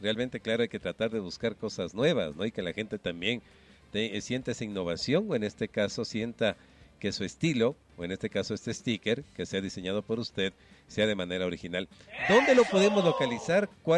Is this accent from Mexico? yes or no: no; Quito, Pichincha, Ecuador; Y hagamos también de nuestro corazón solidario, como somos los quiteños, para ayudar a Evan.